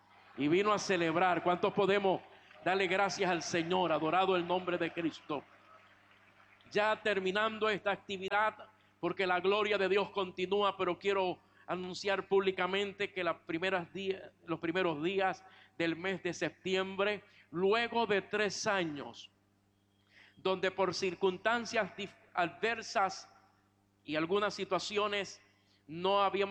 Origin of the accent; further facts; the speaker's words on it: Puerto Rico; Yo mañana salgo a mi tierra, Puerto Rico